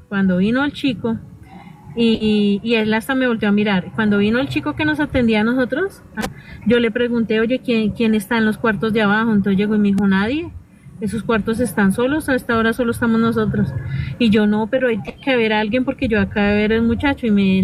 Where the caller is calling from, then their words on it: Bogotá, Colombia; Yo estoy aquí en Bogotá, en Suba. Sí, aquí en Suba.